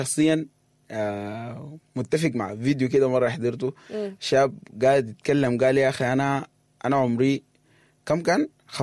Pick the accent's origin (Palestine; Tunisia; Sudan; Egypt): Sudan; يعني إحنا بالذات أنا ما أعرف يعني بقية الشعوب بس بتكلم عننا إحنا كشاب سوداني.